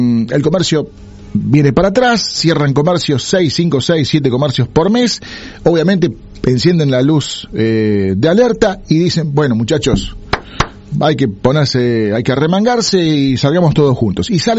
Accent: Punta Alta, Buenos Aires Province, Argentina; como puntaltenses, como rosarinos y rosarinas

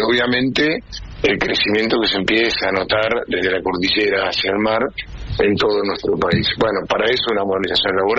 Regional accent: Argentina

